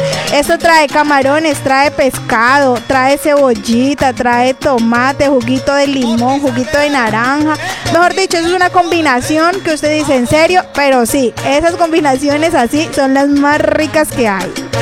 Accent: Cali, Valle del Cauca, Colombia

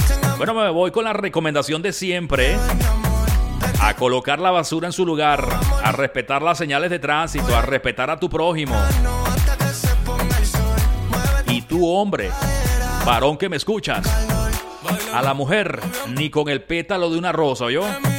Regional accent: Venezuela; moved away as an adult; now in Spain; uno que viene de Venezuela, yo doy fe de que aunque no vivo en Cuba, viví en Venezuela y soy venezolano

